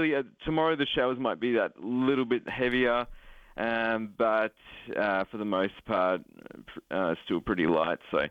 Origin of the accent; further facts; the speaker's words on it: Sydney, New South Wales, Australia; Not sure if I'm feeling welcome on the program, because you see I'm from Sydney and you're telling me you don't want the tourists.